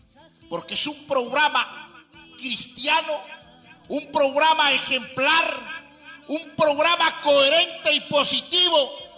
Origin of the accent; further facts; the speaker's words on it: Mayascón, Lambayeque, Peru; Mi tierra natal, y algún día que usted vaya a ese caserío o a ese pueblo, como lo quiera llamar, pueblito pequeño llamado Mayascón, ahí pregunte por